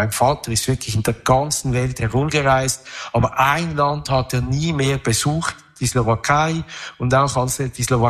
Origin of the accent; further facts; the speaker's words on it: Zurich, Switzerland; Ich bin, wie gesagt, in Oerlikon aufgewachsen in der Blütezeit. Ich bin aufgewachsen und hatte keine Probleme mit Antisemitismus. In Oerlikon ist kein Ort, wo viele Juden leben, eigentlich überhaupt keine.